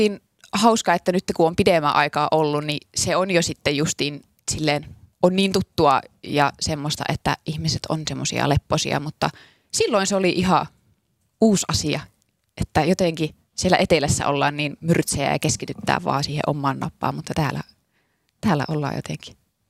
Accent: Lahti, Päijät-Häme, Finland; moved away as an adult; now in Oulu, Finland; Me on Lahdesta kotoisin.

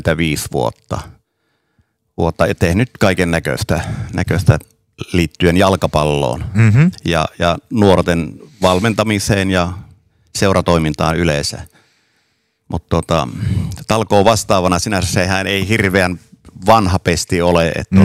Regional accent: Taivalkoski, North Ostrobothnia, Finland; now in Oulu, Finland; mä oon tuolta Koillismaalta kotoisin Taivalkosken Kuohussa

